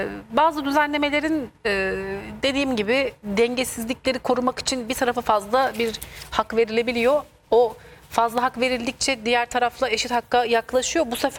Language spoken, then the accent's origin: Turkish; Tokat, Turkey; memleketim Tokat'ın